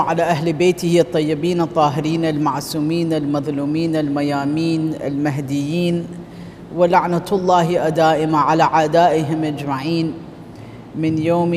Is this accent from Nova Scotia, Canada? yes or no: no; Toronto, Ontario, Canada; moved away; And I was brought up in the West. I mean, brought up in Toronto. I'm a native of Toronto, brought up there.